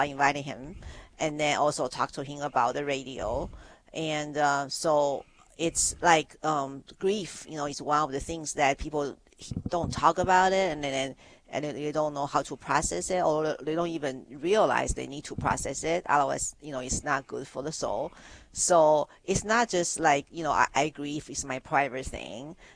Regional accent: Taiwan; Well, I've never been to the China mainland because I was born and raised in Taiwan.

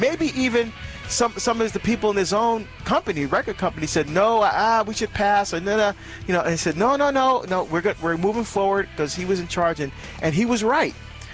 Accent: New Jersey, United States; you know, as we say, like down the shore, again, back in my home state

